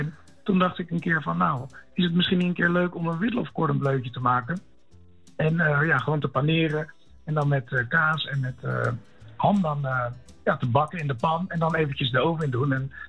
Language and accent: Dutch; Netherlands; accent: Westlands; Wij doen gewoon efficiënt, Dutch efficiency.